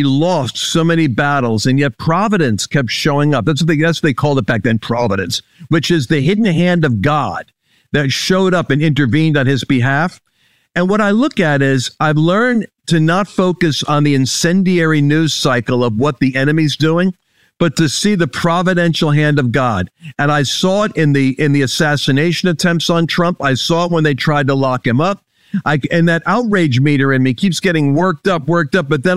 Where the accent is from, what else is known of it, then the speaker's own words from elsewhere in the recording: United States; I'm obviously American obsessed. I'm like every other American.